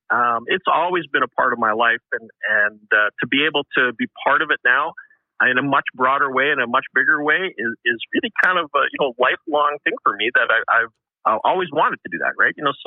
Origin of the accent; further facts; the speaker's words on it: Winnipeg, Manitoba, Canada; Yeah, I'm a lifelong Winnipegger. I grew up in the West End, so the Red River X was always a part of the community.